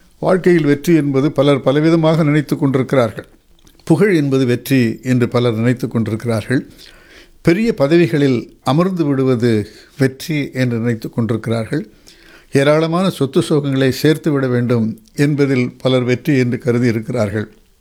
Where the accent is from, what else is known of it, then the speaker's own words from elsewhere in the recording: Ervadi, Tamil Nadu, India; moved away; எங்கள் சொந்த ஊருக்கு ஏர்வாடிக்கு செல்லுகிற போது